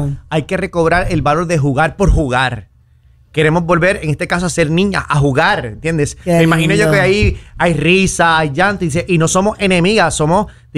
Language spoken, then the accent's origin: Spanish; Puerto Rico; le agradecemos como puertorriqueños